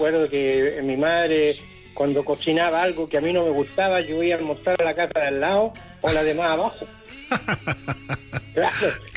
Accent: San Antonio, Valparaíso, Chile; now in Caldera, Chile; uno de los primeros en San Antonio, porque me crié en San Antonio.

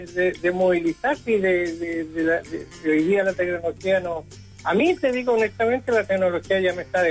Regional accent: San Antonio, Valparaíso, Chile; now in Caldera, Chile; uno de los primeros en San Antonio, porque me crié en San Antonio.

